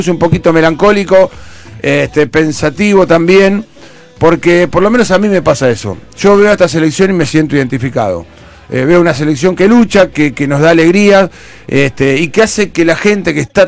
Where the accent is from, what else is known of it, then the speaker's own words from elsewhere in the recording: Argentina; Todos los argentinos que somos solidarios